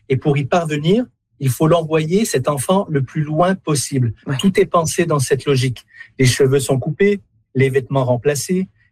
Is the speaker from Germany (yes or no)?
no; Canada; chez nous, au Canada.